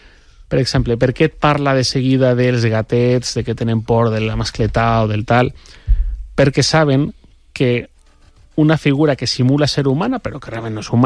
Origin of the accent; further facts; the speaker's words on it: Torrent, Valencian Community, Spain; jo soc de Torrent.